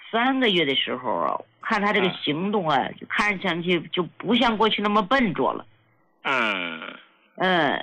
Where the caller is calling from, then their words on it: China; 我是来自山东大同的听众。